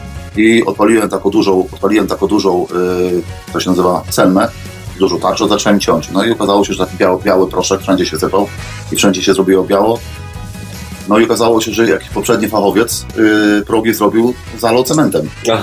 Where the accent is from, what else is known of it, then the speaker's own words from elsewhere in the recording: Przemyśl, Subcarpathian Voivodeship, Poland; bo mówi, że na przykład jest taka góra u nas w Przemyślu, że ja pochodzę z Przemyśla